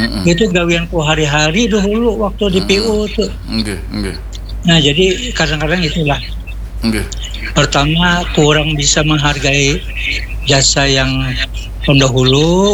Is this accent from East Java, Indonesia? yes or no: no; South Kalimantan, Indonesia; also born or lived in Semarang; Aku orang Banjar ya bang.